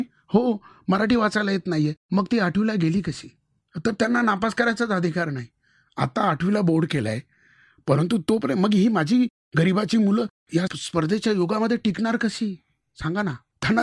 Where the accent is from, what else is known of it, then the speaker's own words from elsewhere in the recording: Gonde Dumala, Maharashtra, India; मी इगतपुरी तालुक्यामध्ये गोंदे दुमाला म्हणून गाव आहे, जिथे आता खाजगी 100 पेक्षा जास्त उद्योगधंदे आलेत. मी मुळात शेतकऱ्याचा मुलगा आणि अतिशय गरिबीतून मी मोठा झालो.